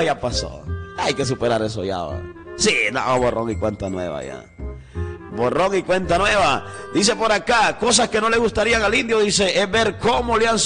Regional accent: Salamá, Baja Verapaz, Guatemala; piense que yo vengo de la zona de Salamá y allá habían muchas familias que no pagaban.

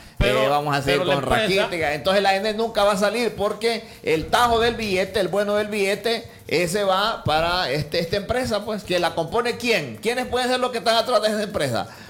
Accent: Honduras

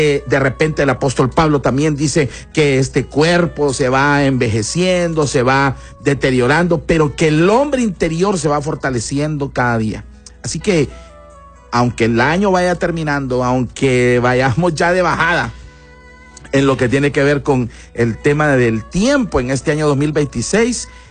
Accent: Tegucigalpa, Francisco Morazán, Honduras; A veces no me ubico decir entre Tegucigalpa y Comayagüela, siempre pienso más en Tegucigalpa, porque ahí crecí, pero ahora estamos en Comayagüela

